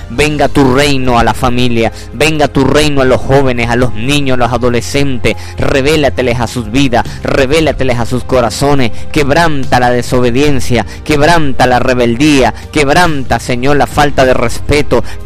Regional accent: Venezuela

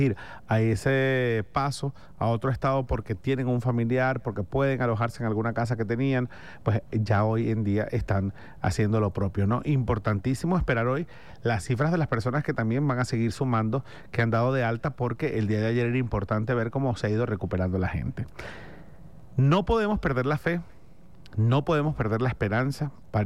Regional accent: Venezuela; somos todos, venezolanos, venezolanas, los caraqueños, los guaireños, los maracuchos, los aragüeños

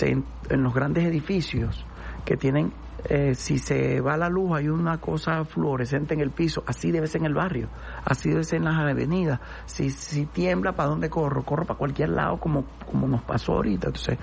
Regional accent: Caracas, Capital District, Venezuela; nuestra identidad como venezolano y como caraqueño

